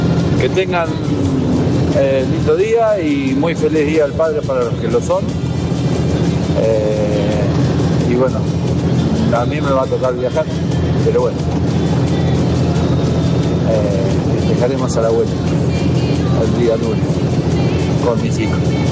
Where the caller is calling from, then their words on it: Salliqueló, Buenos Aires, Argentina; de Saliqueló.